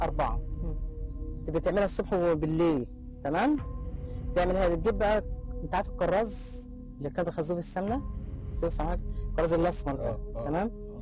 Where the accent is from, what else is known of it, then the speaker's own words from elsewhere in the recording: Egypt; moved away as an adult; انا كنت جاي من مصر ما اعرفش حاجه.